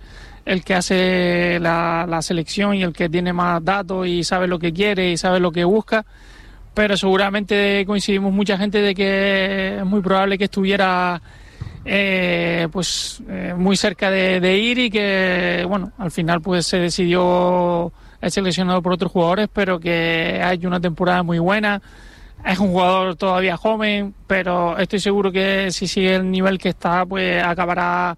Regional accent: Canary Islands, Spain

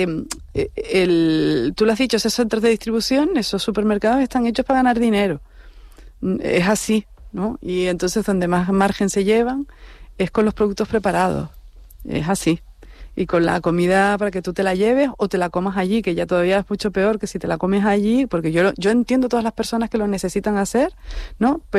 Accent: Garachico, Canary Islands, Spain; born there; now in Madrid, Spain; en el de mi pueblo, en Garachico

